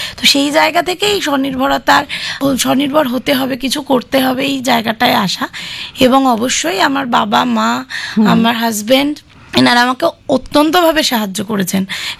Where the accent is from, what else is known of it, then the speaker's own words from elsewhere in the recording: Durganagar, West Bengal, India; আমি দুর্গানগর থেকে এসেছি।